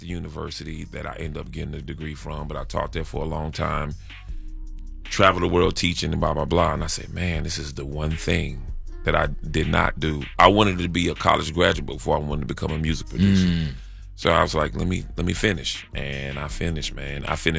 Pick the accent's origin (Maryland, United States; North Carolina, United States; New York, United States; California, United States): North Carolina, United States; I'm from North Carolina.